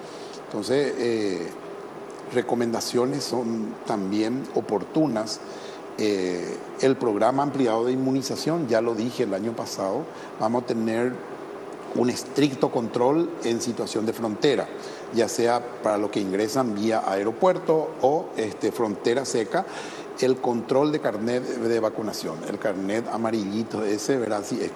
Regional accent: Paraguay; La satisfacción de sentir en primer lugar como paraguayo, ¿verdad?

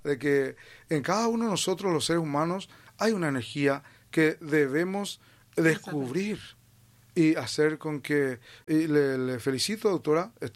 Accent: Cordillera, Paraguay; yo también soy cordillerano y somos vecinos

